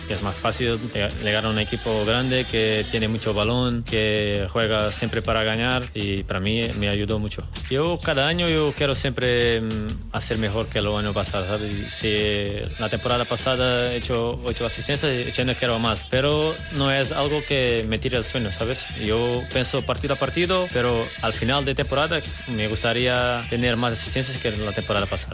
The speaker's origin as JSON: {"language": "Spanish", "region": "Algarve", "country": "Portugal", "second_language": "Spanish", "moved": "as an adult", "lives_now": "Almería, Spain", "said": "Yo soy del sur de Portugal, Algarve, que es como un poco como aquí, como Almería. La temperatura, mucho calor también, una ciudad muy pequeña también, eso es muy parecido."}